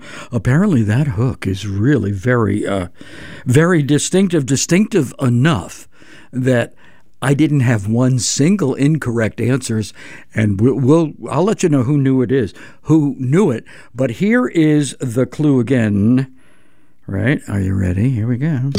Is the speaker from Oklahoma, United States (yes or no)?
no; Brooklyn, New York, United States; also born or lived in Connecticut; Brooklyn, I'm a Brooklyn boy for my first 10 years of my life. Well, my first 9 and a half. I was born in Connecticut, but then, whoop, we moved to Brooklyn and Queens.